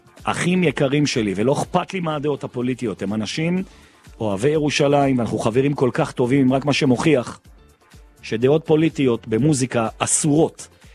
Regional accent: Jerusalem, Jerusalem District, Israel; born there; תודה על הזכות שאני יהודי. תודה על הזכות שאני בן של מלך ללא עוררים. תודה רבה שנתת לי לחיות בירושלים. תודה רבה שנולדתי שם

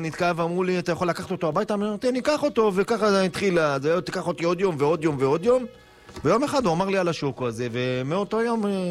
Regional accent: Or Yehuda, Tel Aviv District, Israel; נולדתי באור יהודה, כן.

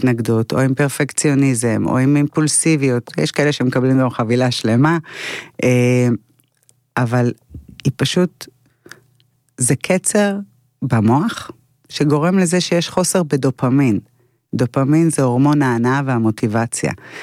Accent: Tiberias, Northern District, Israel; גדלתי בתבריה של שנות ה-80

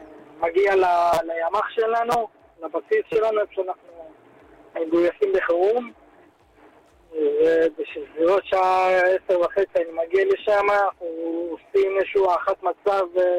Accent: Southern District, Israel; born there; now in Petah Tikva, Israel; אבל במקור, אני מקיבוץ סופה בעוטף עזה.

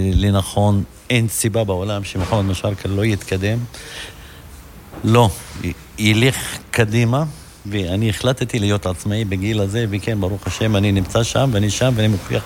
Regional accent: Jezreel Valley, Northern District, Israel; אני מטייל בכל העולם פה, באפולה, כי אני אוהב את העיר אפולה, אוהב את העמק, אני בן העמק.

